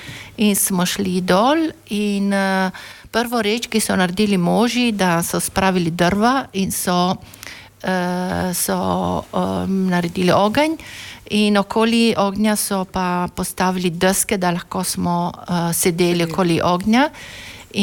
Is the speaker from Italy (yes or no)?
yes; Stolvizza, Friuli-Venezia Giulia, Italy; jaz sem iz Solbice